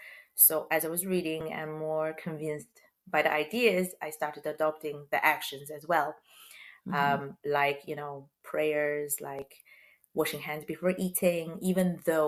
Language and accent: English; China; moved away; growing up in China